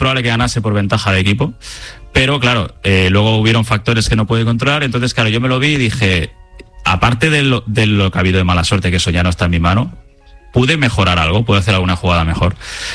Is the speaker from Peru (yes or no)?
no; Barcelona, Catalonia, Spain; Me fui a Madrid unos meses, yo soy de Barcelona